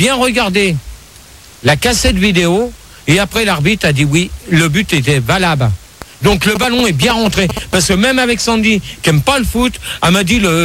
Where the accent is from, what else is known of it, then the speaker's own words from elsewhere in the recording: Marseille, Provence-Alpes-Côte d'Azur, France; Non, mais attends, parce que moi je suis Marseillais. Ouais. Je supporte Marseille